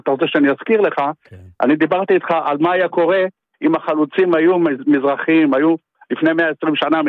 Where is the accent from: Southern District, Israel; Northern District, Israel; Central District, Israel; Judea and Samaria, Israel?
Northern District, Israel; Yokneam; moved away as an adult; now in Tirat Carmel, Israel; אני עד גיל 18 גדלתי שם ביוקנעם מושבה.